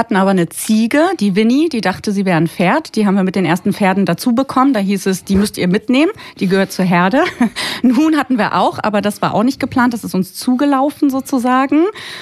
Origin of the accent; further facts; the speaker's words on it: Salzgitter, Lower Saxony, Germany; also born or lived in Braunschweig; also geboren bin ich hier im schönen Braunschweig und habe hier auch mit meiner Mama gelebt, bis ich 6 Jahre alt war. Dann sind wir zusammen mit meinem Papa nach Salzgitter-Sauing gezogen, auf einen alten Resthof, schön aufs Dorf. Und dort durfte ich mit ganz, ganz, ganz vielen Tieren groß werden.